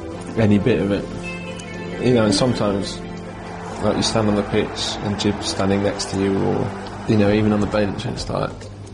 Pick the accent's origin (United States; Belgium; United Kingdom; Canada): Belgium; Being the English family, kind of growing up in Belgium, having to speak, yeah, two different or three different languages at home, and weirdly, the most difficult was the English culture.